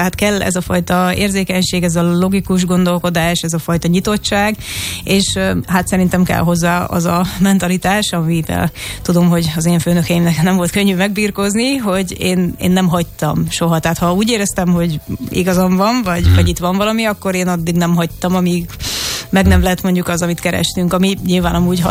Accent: Hungary; born there; moved away as an adult; now in Budapest, Hungary; Én magam is egyébként vidéken, tehát a szülővárosomban kezdtem a szakmámat, és később kerültem fel nagyjából egy év múlva Budapestre

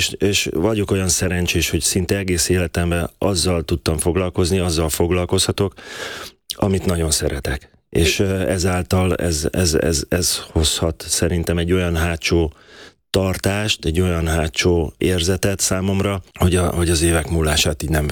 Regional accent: Szeged, Csongrád-Csanád, Hungary; Igen, én Törzsgyökeres szegedi vagyok, még most is szegedi, vagy mindig is szegedinek fogom magam vallani. Ott van az alma máterem, ott jártam ki az iskoláimat, gimnáziumig.

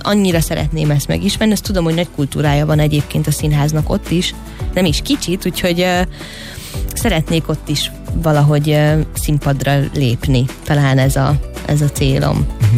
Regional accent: Hungary; born there

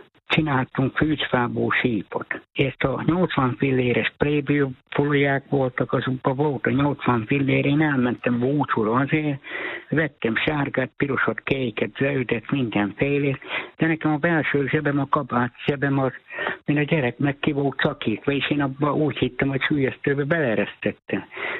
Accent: Hernádszentandrás, Borsod-Abaúj-Zemplén, Hungary; now in Boldogkőváralja, Hungary; Még fiatalon gyerekkoromban otthon, tehát Hernád Szentendráson születtem.

